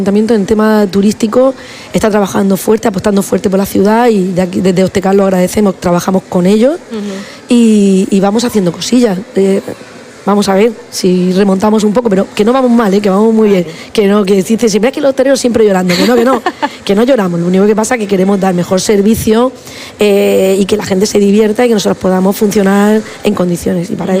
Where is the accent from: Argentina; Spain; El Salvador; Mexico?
Spain; Cartagena, Region of Murcia; Yo soy cartagenera de, vamos, de...